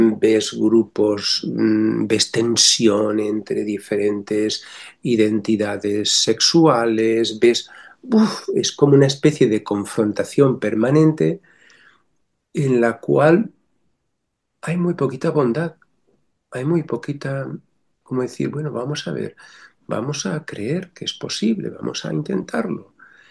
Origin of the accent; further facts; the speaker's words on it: Extremadura, Spain; Soy extremeño profundo, pero no se nota.